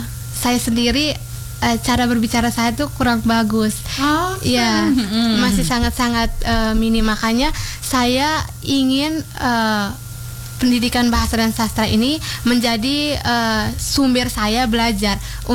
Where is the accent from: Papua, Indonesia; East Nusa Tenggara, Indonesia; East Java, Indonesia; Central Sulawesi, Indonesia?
East Nusa Tenggara, Indonesia; Bajawa; Asal saya dari Bajawa.